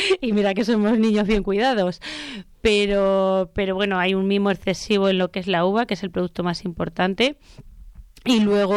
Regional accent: Villanueva de la Cardete, Castilla-La Mancha, Spain; Villanueva del Cardete, que es mi pueblo.

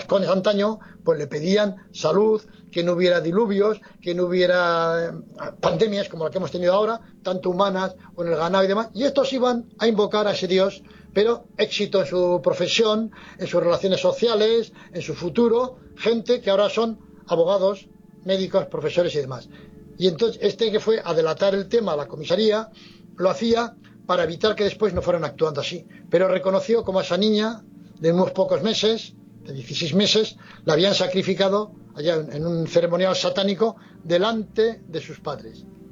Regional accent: Navarre, Spain; esto ocurrió en mi tierra, por decirlo brevemente, y es que, bueno, yo soy navarro

